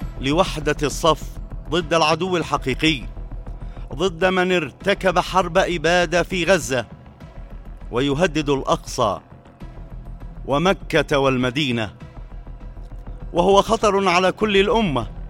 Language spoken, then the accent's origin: Arabic; Yemen; يدعيها على بلادنا اليمن ظلما وزورا